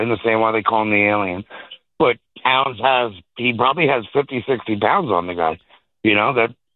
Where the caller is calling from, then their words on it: New York City, New York, United States; I'm from Brooklyn. I live in Massac now.